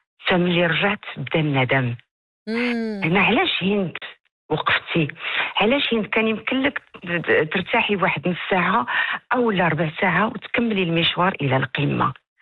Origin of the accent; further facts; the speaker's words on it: Morocco; لأنه إحنا كان حاضروا من مناطق جنوبية، فكان دائما في الصغر ديالنا كانوا العطل الصيفية كان مشيوا كان لعبوا في تحت الجبال أنا والإخوان.